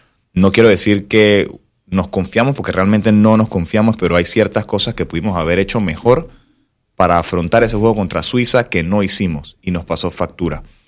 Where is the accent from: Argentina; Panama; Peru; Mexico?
Panama; Como fanático, como panameño